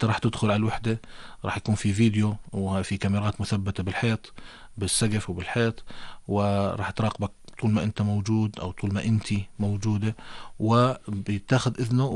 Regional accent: Jordan; also born or lived in United States; شائع عندنا في الأردن

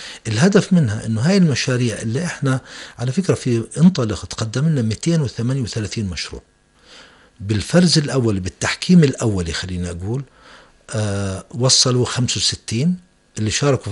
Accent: Jordan; عندنا في الأردن

